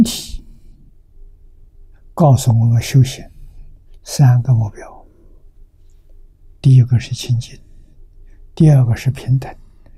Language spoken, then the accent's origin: Chinese; China; 就是我们中国人讲的尘见